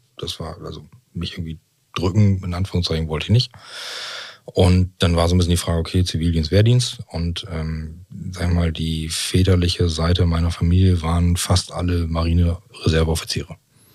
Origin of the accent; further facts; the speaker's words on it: Wilhelmshaven, Lower Saxony, Germany; now in Osnabrück, Germany; So, ich komme aus Wilhelmshaven, wir haben da immer noch einen großen Teil unseres Unternehmens.